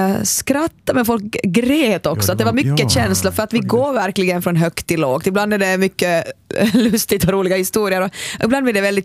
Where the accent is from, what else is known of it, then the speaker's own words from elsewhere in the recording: Swedish-speaking Finland, Finland; now in Amsterdam, Netherlands; jag håller svensk Finlands flagga högt där i Amsterdam.